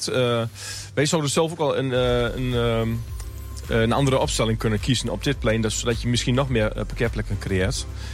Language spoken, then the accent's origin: Dutch; Bentelo, Overijssel, Netherlands; Ik kom uit Bentelo.